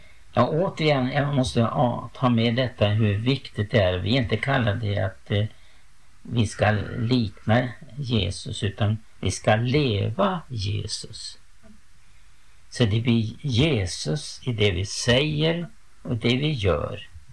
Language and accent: Swedish; Uppsala County, Sweden; moved away; jag reste genom min hembygd på vägen hit. En plats utanför Uppsala där jag uppväxt